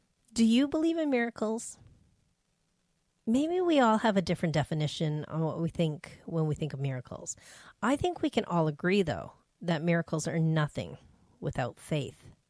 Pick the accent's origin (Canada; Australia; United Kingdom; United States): Canada; Throughout that time growing up in Canada